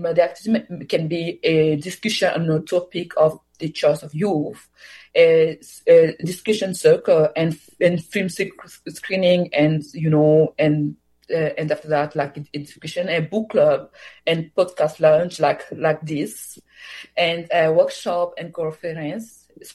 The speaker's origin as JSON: {"language": "English", "country": "DR Congo", "first_language": "Swahili", "second_language": "English", "moved": "yes", "said": "I speak Swahili. It's my first, my mother tongues, because I'm from Democratic Republic of Congo, and so I speak Swahili, and I learn it at home, but also in school"}